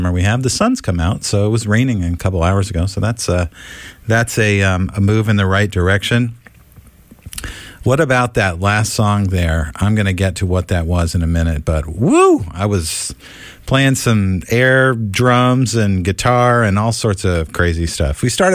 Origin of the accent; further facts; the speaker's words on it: Virginia, United States; moved away; I was raised in Virginia, so anything with Virginia in it kind of stands out to me.